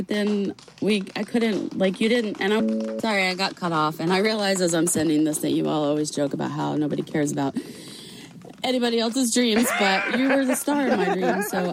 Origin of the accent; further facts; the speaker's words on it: Georgia, United States; I am from Georgia as well, so I love hearing about Georgia.